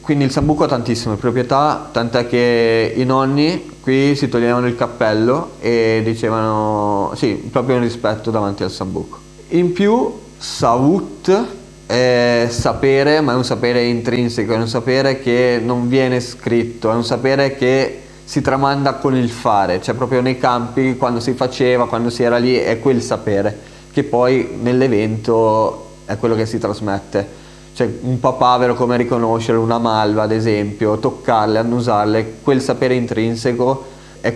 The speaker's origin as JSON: {"language": "Italian", "town": "Milan", "region": "Lombardy", "country": "Italy", "tie": "born or raised there", "moved": "as an adult", "lives_now": "Carnia, Italy", "said": "Io sono originario di Milano e mi sono trasferito in Carnia 2 anni fa"}